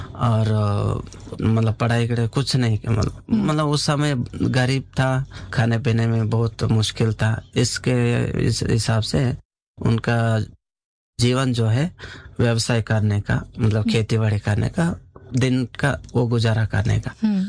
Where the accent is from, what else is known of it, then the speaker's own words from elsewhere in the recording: Karnataka, India; वो एक मेरा गांव जो है चारों तरफ जो है किला बनाया, मतलब पोर्ट है, जो श्री कृष्ण देवराय करके वहां पर हमारा कर्नाटक फेमस मतलब राजा था, उनके नेतृत्व में बनाया था हमारा गांव का किला.